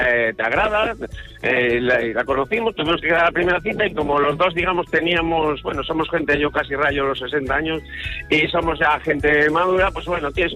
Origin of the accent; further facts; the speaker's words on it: Valladolid, Castile and León, Spain; born there; now in Galicia, Spain; Ya, bueno, es que tengo, claro, llevo 30 años en Galicia, pero yo nací, digamos, que empecé en Valladolid.